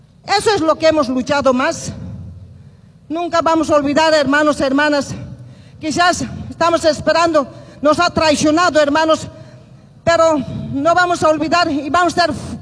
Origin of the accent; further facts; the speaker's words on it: Bolivia; nuestros derechos que nosotros tenemos en nuestro país como bolivianos.